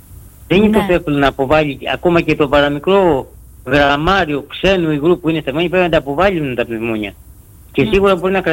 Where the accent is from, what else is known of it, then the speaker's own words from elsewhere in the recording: Lithakia, Ionian Islands, Greece; Λιθακιά, Λιθακιά.